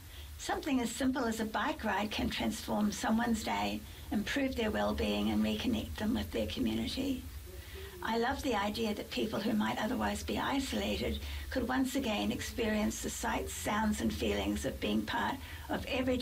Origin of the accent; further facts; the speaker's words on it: New Zealand; moved away as an adult; I grew up in New Zealand, but left when I was 21 years old, and then I was away for about 35 years